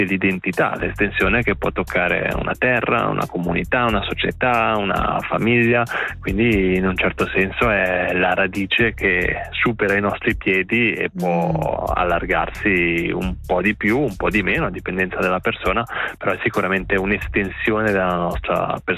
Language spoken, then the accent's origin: Italian; Ticino, Switzerland; moved away; Io rispondo sempre che vengo dal sud della Svizzera e poi specifico che è la parte in cui si parla italiano.